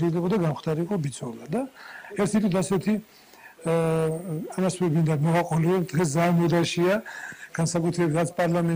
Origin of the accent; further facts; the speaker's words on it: Ozurgeti district, Guria, Georgia; moved away; შევედი გურიანთის სკოლაში, ის მაშინ 8 წლიანი იყო, ეგარი ოზურგეთის რაიონში